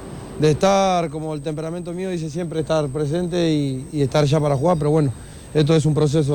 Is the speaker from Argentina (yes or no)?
yes; Argentina; Uno como argentino, la gana siempre está de volver